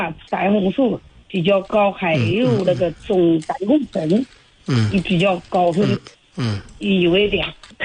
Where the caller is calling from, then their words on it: Liaoning, China; 我是辽宁的